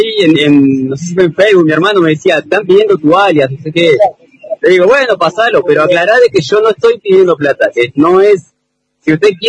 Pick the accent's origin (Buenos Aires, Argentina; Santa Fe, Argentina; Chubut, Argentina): Chubut, Argentina; Trelew; yo soy de Las Mil, de Trelew.